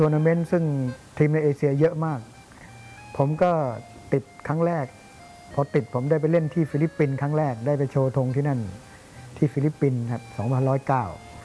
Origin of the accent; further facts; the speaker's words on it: Phitsanulok, Thailand; พอผมเรียนประถมที่จังหวัดพิษณุโลกนะผมเป็นคนพิษณุโลก